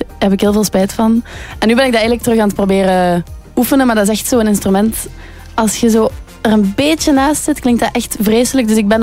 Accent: Ghent, Flanders, Belgium; Ik ben van Gent-Gent, 9000.

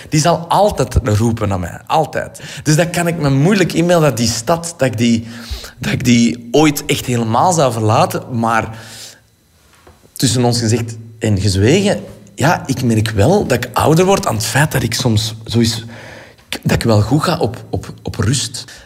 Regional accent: Antwerp, Flanders, Belgium; Ik kan me niet inbeelden dat ik niks in Antwerpen heb. Ik kom uit Café Den Engel. En ik zie na al die jaren nog altijd die toren staan.

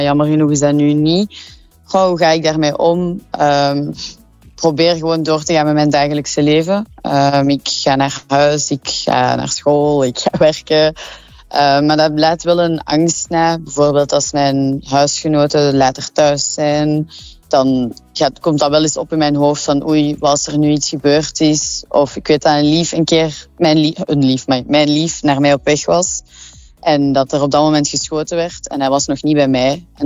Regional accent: Molenbeek, Brussels-Capital Region, Belgium; moved away as an adult; now in Anderlecht, Belgium; ik ben opgegroeid in Molenbeek. En dan sinds 5, 6 jaar, denk ik, woon ik nu in Anderlecht.

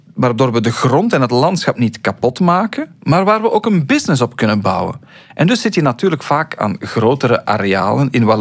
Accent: Belgium; Nu, we drinken dat op een week op, als Belgen.

